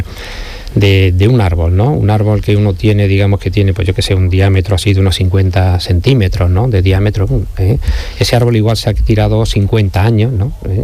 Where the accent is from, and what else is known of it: Andalusia, Spain